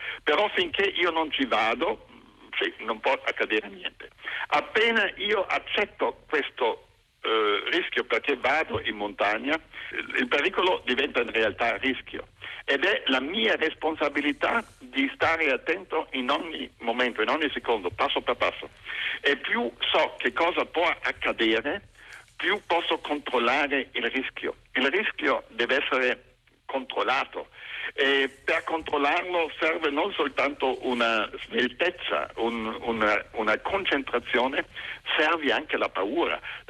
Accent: Trentino-Alto Adige, Italy; Io sono cresciuto nel Sud Tirolo, nella mia terra natia, vicino alle Dolomiti

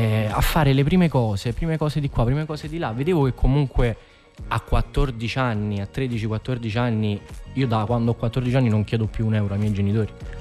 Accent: Rome, Lazio, Italy; born there; also born or lived in Naples

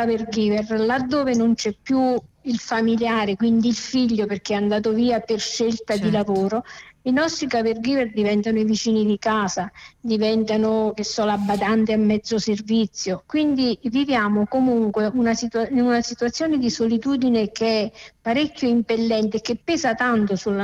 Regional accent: Pontelandolfo, Campania, Italy; Sì, io vengo da Ponte Landolfo, che è un paesino della provincia di Benevento.

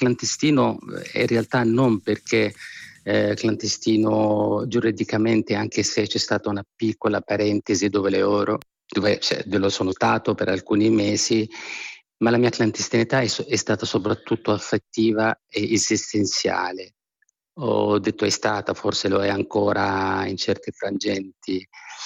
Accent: Amman, Amman Governorate, Jordan; Italian is a second language; Io sono nata ad Amman, sono cresciuto in una famiglia numerosa, in una casa dove c'era affetto, tradizione, religione, ma anche tante domande.

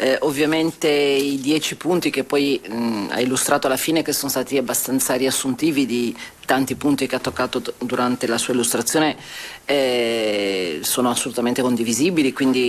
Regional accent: Liguria, Italy; parlo anche da Ligure

